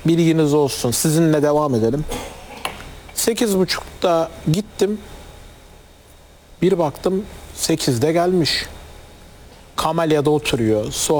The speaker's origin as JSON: {"language": "Turkish", "region": "Adana", "country": "Turkey", "said": "İşte Adanalıyım."}